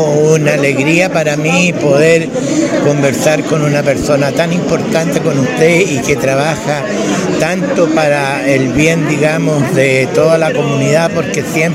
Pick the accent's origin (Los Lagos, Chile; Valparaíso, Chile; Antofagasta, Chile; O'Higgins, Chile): O'Higgins, Chile; San Pedro de Alcántara; born there; moved away as an adult; also born or lived in Santiago; Primero trabajé en Santiago y vine a terminar en San Pedro de Alcántara porque quería enseñarle a los niños de mi pueblo lo que yo había aprendido en estos años